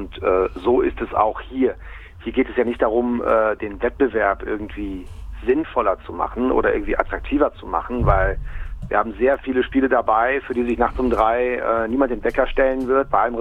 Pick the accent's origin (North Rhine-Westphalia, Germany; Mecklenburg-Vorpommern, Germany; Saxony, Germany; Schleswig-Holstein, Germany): North Rhine-Westphalia, Germany; Cologne